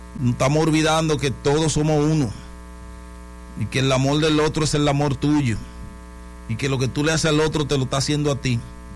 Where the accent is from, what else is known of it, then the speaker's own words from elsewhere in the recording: Dominican Republic; todos somos dominicanos.